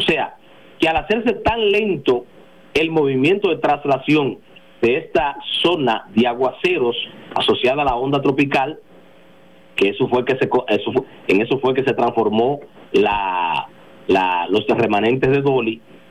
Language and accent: Spanish; San Fernando de Monte Cristi, Monte Cristi, Dominican Republic; moved away; allá en mi patria chica, Montecristi